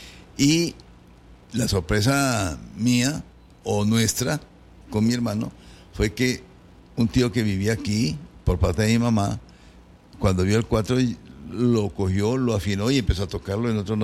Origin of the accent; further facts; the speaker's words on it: Villavicencio, Meta, Colombia; moved away as an adult; also born or lived in Bogotá; viajé de retorno a Villavicencio, que es mi ciudad natal